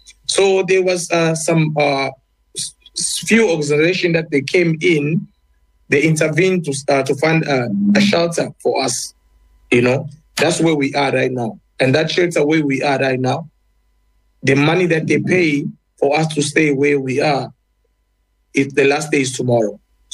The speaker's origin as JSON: {"language": "English", "country": "DR Congo", "moved": "yes", "lives_now": "South Africa", "said": "I'm from Congo, from DRC."}